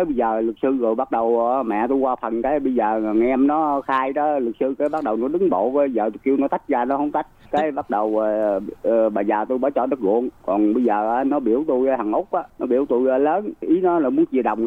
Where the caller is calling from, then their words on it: Dong Thap, Vietnam; Dạ, tôi ở Đồng Tháp.